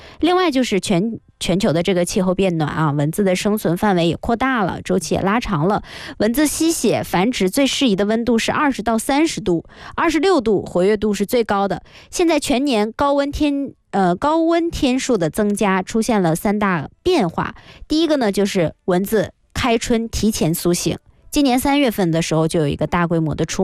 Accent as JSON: {"language": "Chinese", "region": "northern China", "country": "China", "tie": "born or raised there", "moved": "yes", "said": "北方啊，我的老家以前呢，就是很少感觉能有这种被蚊子成群结队的包围的这种感觉啊，"}